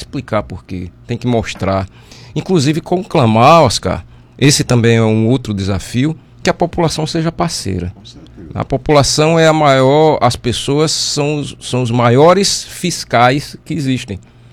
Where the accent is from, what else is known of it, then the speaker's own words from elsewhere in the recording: Brazil; Somos brasileiros